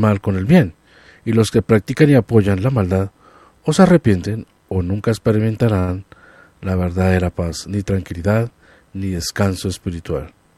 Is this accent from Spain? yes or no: no; Colombia; born there; somos colombianos. Nacimos en esta bella tierra, en esta hermosa nación